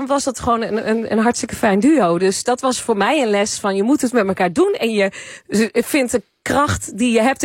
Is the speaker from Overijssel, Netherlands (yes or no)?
yes; Nieuwleusen, Overijssel, Netherlands; Ik ben opgegroeid in Nieuw-Leuzen.